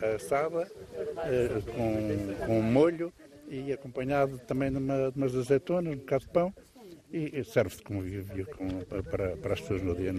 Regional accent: Alpedrinha, Centro, Portugal; eu sou da Alpedrinha

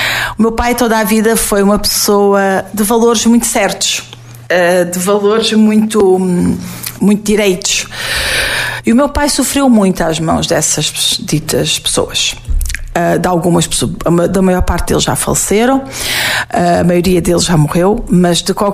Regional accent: Benavila, Alentejo, Portugal; born or raised there; now in Portalegre, Portugal

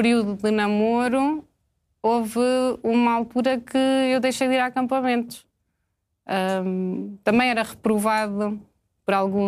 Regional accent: Serpins, Centro, Portugal; also born or lived in Coimbra; Pertence ao distrito de Coimbra, é Serpins, no concelho da Lousã. É uma freguesia.

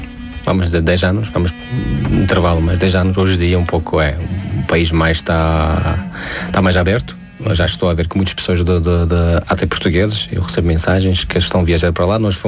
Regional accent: Tajikistan; já várias vezes expliquei que sou do Tajiquistão

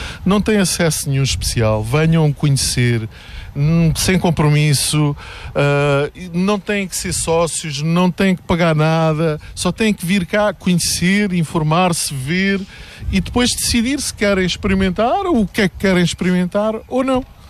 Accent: Faro, Algarve, Portugal; born there; nasci em Faro, mas os meus verões desde, sei lá, muito, muito novo, foram passados aqui sempre. Nós passávamos aqui nessa altura 4 meses.

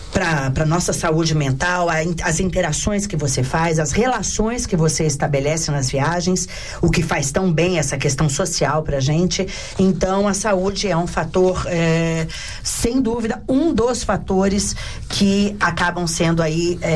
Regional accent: Brasília, Federal District, Brazil; eu sou de Brasília, naturalmente, a capital do Brasil, e aquilo, uma cidade até então muito pequena

